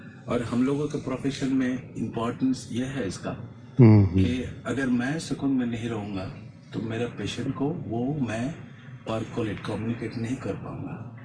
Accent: Durgapur, West Bengal, India; दुर्गापुर का रहने वाला हूँ

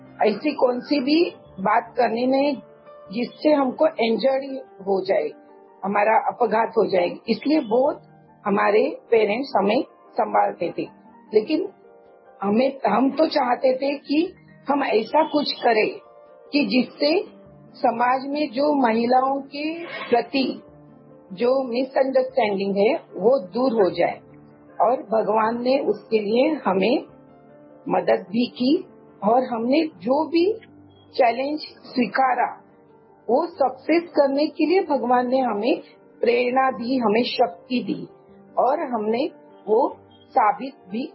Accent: Sarambal, Maharashtra, India; मैं जिस गांव से बिलोंग करती हूँ, मैं सिंधुदुर्ग जिला के सरंबल गांव से बिलोंग करती हूँ, कुडाल तालुका है हमारा

